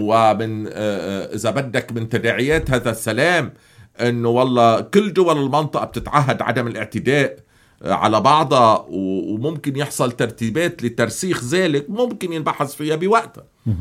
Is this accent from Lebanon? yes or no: yes; Lebanon; عندنا بلبنان موجودة،